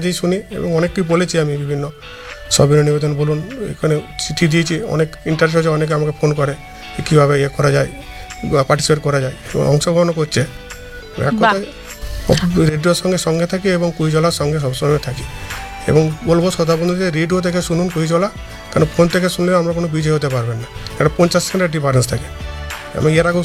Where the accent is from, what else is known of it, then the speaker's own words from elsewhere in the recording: Bankura, West Bengal, India; বাঁকুড়া থেকে এসেছি।